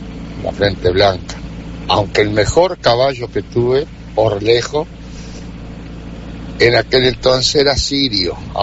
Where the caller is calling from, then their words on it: Durazno, Uruguay; de acá de Durazno.